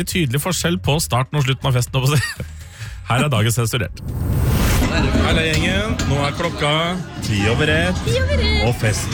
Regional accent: Sarpsborg, Østfold, Norway; Det er deilig, for du hører at jeg har vært hjemme i Sarpsborg.

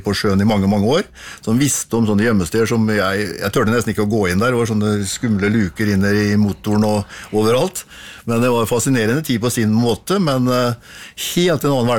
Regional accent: Fredrikstad, Østfold, Norway; Altså, jeg vokste opp på Rolse og jeg gikk på skole her I Fredrikstad og sånn

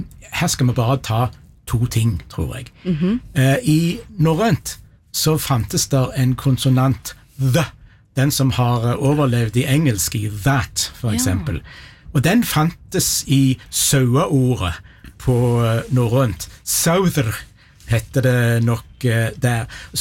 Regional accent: Rogaland, Norway; I at dette selvsagt ikke bare er et Rogalandsfenomen, men jeg brukte heimfylket mitt som eksempel i det innslaget for noen veger siden.

